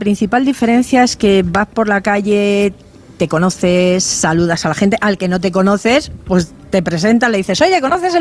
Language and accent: Spanish; Madrid, Community of Madrid, Spain; Nacida en Madrid. Chamberí.